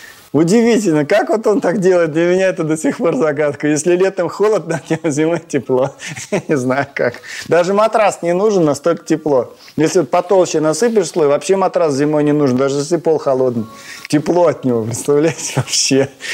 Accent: Astrakhan, Astrakhan Oblast, Russia; moved away; Я когда в Астрахани жил, я сам из Астрахани родом

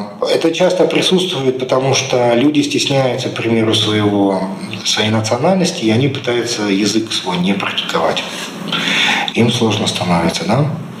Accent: Russia; Если я татарин, я не могу говорить, что я немец. Правильно? Я уже татарин, все. Потому что у меня мама татарка, папа татарин.

